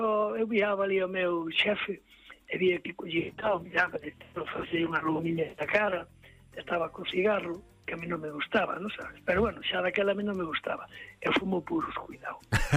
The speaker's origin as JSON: {"language": "Galician", "town": "Santiago de Compostela", "region": "Galicia", "country": "Spain", "tie": "born or raised there", "said": "Bueno, criei-me ali. Eu criei-me no Carmen de Abaixo, o sea, que era de Galeras, en Santiago."}